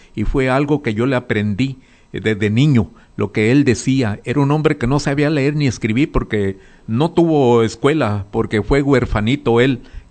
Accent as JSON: {"language": "Spanish", "town": "Santiago Ixcuintla", "region": "Nayarit", "country": "Mexico", "tie": "born there", "also_born_or_lived": "Miami / Chicago / San Francisco / Los Angeles", "moved": "yes", "lives_now": "Tepic, Mexico", "said": "he hecho también aquí en Tepic, que es mi segunda casa. Soy tepqueño de adopción, soy adoptivo. Pero mi ombligo lo tengo ahí en Santiago, orgullosamente. Trabajé en Estados Unidos y donde quiera que anduve, cuando estuve en Miami, estuve en Chicago, en San Francisco, viví en Los Ángeles, y en varias partes viví."}